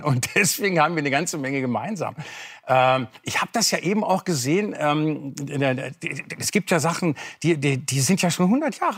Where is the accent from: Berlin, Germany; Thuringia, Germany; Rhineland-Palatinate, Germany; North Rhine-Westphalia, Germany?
North Rhine-Westphalia, Germany; Bielefeld; den Kamimara Verlag, in Bielefeld, auch meiner Heimatstadt.